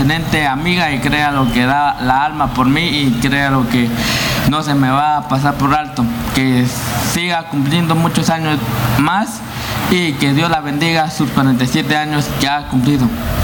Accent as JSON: {"language": "Spanish", "region": "Sacatepéquez", "country": "Guatemala", "tie": "born there", "said": "Yo soy nacido en Zacatepeques, más conocido la tierra de Antigua Guatemala. Ahí vengo yo"}